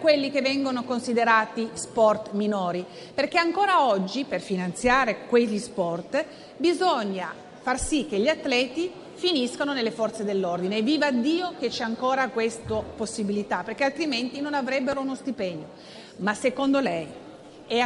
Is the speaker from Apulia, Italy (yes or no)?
no; Turin, Piedmont, Italy; da torinese che ha visto la sua città completamente trasformata grazie alle Olimpiadi invernali del 2006, da città fabbrica è diventata città del turismo.